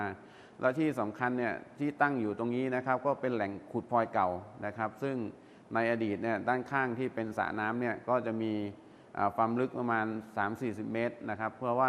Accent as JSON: {"language": "Thai", "area": "Bo Rai district", "region": "Trat", "country": "Thailand"}